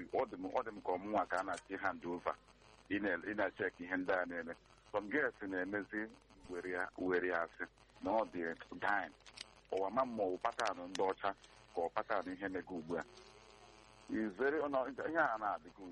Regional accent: Nigeria; Because let me say that I'm from Igbo, so let me use Igbo.

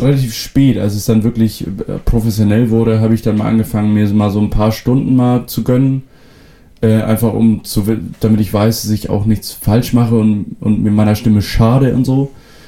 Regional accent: Föhr, Schleswig-Holstein, Germany; first language Frisian; German is a second language; ich komme von der Insel Föhr. Bin dort auch geboren und aufgewachsen, bin inzwischen 30 Jahre alt

